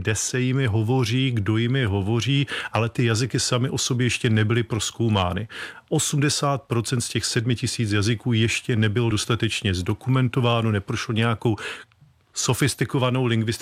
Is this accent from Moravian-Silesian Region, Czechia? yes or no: yes; Opava, Moravian-Silesian Region, Czechia